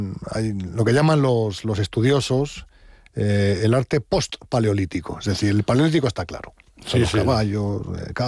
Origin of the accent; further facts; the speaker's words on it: Navas de Oro, Castile and León, Spain; Yo soy de Navas de Oro, vivo en Navas de Oro, es el pueblo de mis abuelos, de mi madre, vivo allí desde hace ya 10 años. Y muy cerquita, en todo lo que es el macizo de Santa María, porque yo soy de Tierra de Pinares